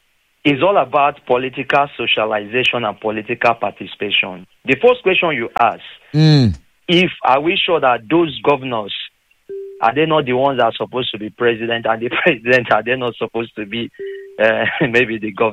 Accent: Aba, Abia, Nigeria; I'm a full-blooded Ungwa guy from Aba, born and brought up in Aba.

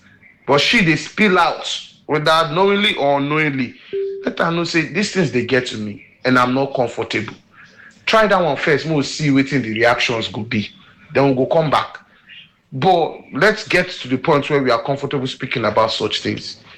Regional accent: Nigeria; as a Nigerian man

